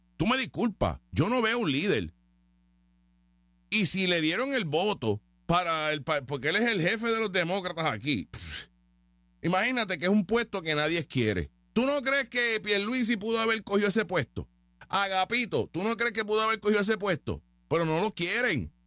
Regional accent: Puerto Rico; yo soy puertorriqueño.

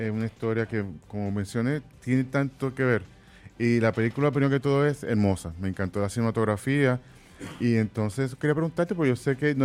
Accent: Puerto Rico; yo creo que algo que debo como puertorriqueño conversarlo

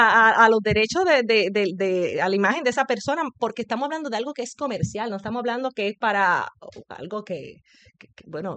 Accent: Dominican Republic; moved away as an adult; now in Puerto Rico; yo soy natural de la República Dominicana y allí hice mis estudios superiores, vale, high school, pues la universidad me trajo a Puerto Rico.

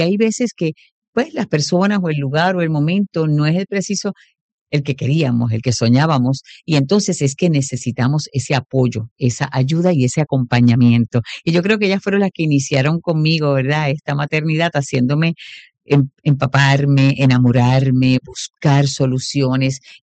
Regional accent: Puerto Rico

